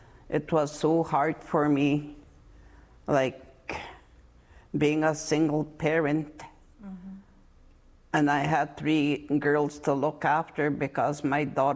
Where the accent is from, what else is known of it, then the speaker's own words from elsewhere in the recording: Sandy Bay, Manitoba, Canada; moved away as an adult; also born or lived in Thompson, Manitoba / Saskatchewan; I grew up here in Sandy Bay, Manitoba